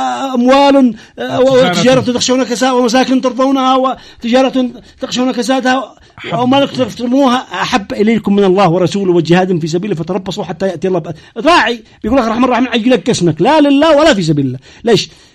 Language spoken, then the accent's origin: Arabic; Yemen; فما احنا يمنيين.